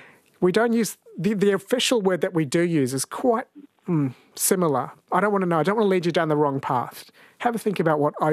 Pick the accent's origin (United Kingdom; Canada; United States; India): India; Kerala; born there; Mañana in Malayalam, I was born in Kerala, means yesterday.